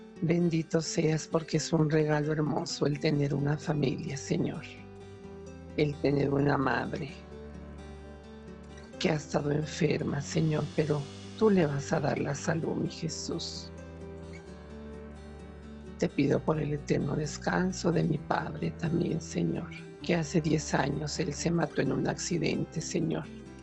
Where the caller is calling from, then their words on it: Santa Bárbara, Chihuahua, Mexico; de Santa Bárbara, Chihuahua.